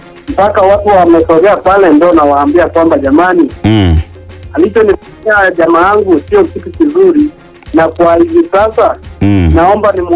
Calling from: Tabora, Tanzania; kutoka Tabora hapa.

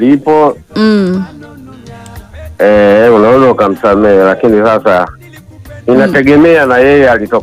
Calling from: Masasi, Mtwara, Tanzania; natokea Lwagala Ulindi huku Masasi Mtwara.

